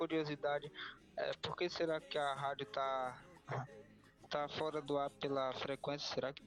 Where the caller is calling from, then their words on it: Barcarena, Pará, Brazil; Eu sou aqui de Barcarena, no Estado do Pará.